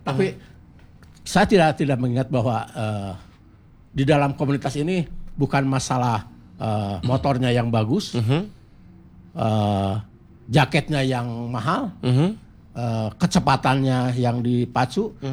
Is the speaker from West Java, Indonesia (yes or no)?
yes; Bandung, West Java, Indonesia; saya orang Bandung